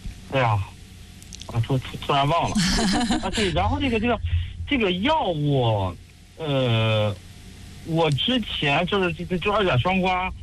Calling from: Shijiazhuang, Hebei, China; 我是石家庄的。

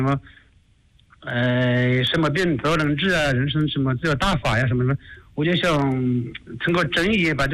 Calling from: Hunan, China; 我是湖南的一位听众哦

